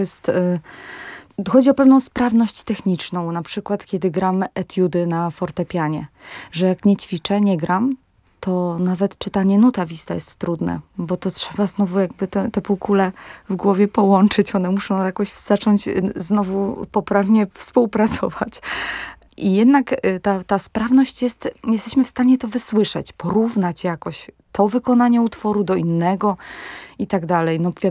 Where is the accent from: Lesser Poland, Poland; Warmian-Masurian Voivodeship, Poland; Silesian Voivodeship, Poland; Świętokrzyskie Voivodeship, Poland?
Warmian-Masurian Voivodeship, Poland; Ostróda; born there; moved away as an adult; now in Łódź, Poland; Ale najlepiej jednak jest mi na tych Mazurach w Ostródzie. Tam ładuję akumulatory, tam jestem z rodziną. Tam z najbliższymi, tam są moi rodzice.